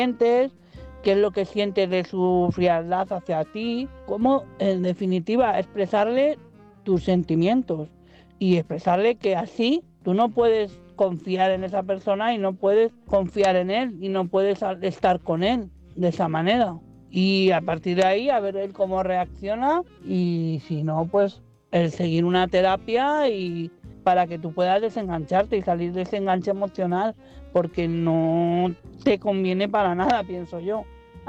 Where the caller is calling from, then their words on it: Madrid, Community of Madrid, Spain; de Madrid.